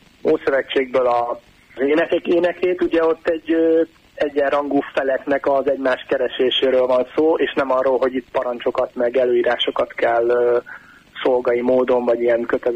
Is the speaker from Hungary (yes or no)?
yes; Hungary; itt ugye Magyarországon, hogyha csak a magyar, magyarok vagyunk, meg magyarok hallgatják ezt az adást